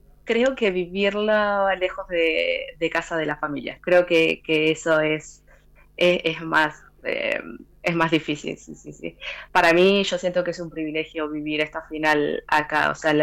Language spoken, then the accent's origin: Spanish; Argentina; somos todos argentinos, nos juntamos argentinos